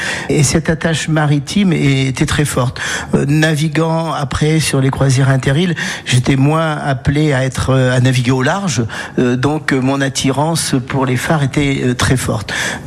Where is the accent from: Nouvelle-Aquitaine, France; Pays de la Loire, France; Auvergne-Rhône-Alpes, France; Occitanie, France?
Nouvelle-Aquitaine, France; La Rochelle; born there; je suis né à La Rochelle, je suis né à La Palisse. Certains disent sur le boulevard de la Soif, au port de commerce.